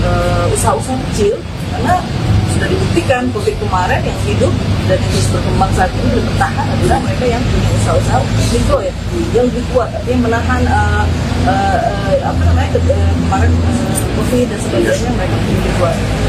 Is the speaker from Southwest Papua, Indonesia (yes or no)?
yes; Sorong, Southwest Papua, Indonesia; Asli loh. Jadi 48 tahun yang lalu di Sorong. Kemudian saya udah sempat keluar Sorong juga, tetap aja kembali lagi ke Sorong.